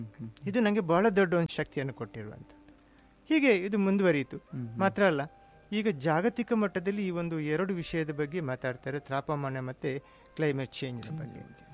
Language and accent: Kannada; Ullal, Karnataka, India; Ullal ಕೋಡಿಯಲ್ಲಿ.